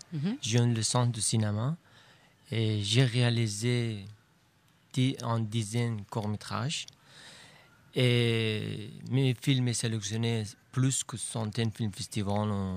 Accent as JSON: {"language": "French", "country": "Afghanistan", "second_language": "French", "moved": "as an adult", "lives_now": "Troyes, France", "said": "on est arrivé de sortir de l'aéroport de Kaboul jusqu'à Paris"}